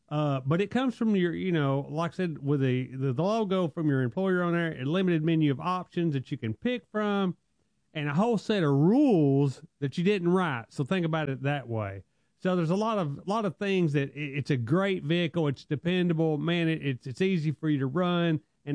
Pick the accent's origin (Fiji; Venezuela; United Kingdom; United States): United States; Alabama